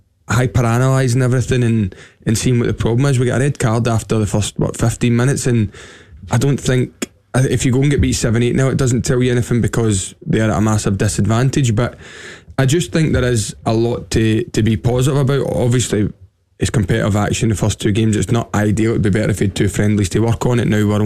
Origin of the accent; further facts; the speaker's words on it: Scotland, United Kingdom; being Scottish